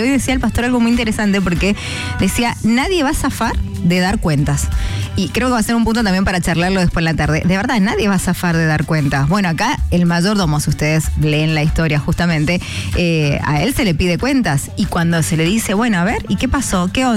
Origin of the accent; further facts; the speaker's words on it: Mendoza, Argentina; Yo estoy muy feliz, muy contenta en mi país. Amo mi país, amo Argentina, Mendoza